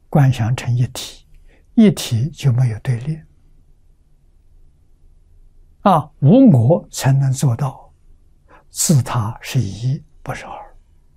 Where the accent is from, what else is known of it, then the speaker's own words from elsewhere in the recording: China; 我们中国人